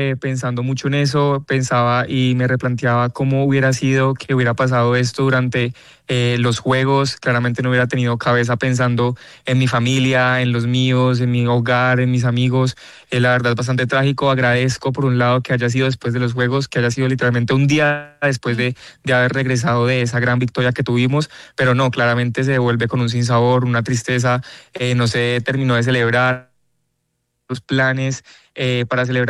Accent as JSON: {"language": "Spanish", "town": "Cali", "region": "Valle del Cauca", "country": "Colombia", "said": "Estoy muy orgulloso de mi pueblo caleño, que estamos tratando de sacar nuestra ciudad adelante."}